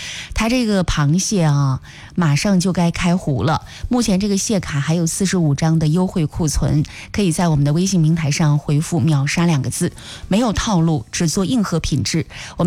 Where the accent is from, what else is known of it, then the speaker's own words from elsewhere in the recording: China; 其实说到中秋节呢，我们中国人最讲究的就是团圆。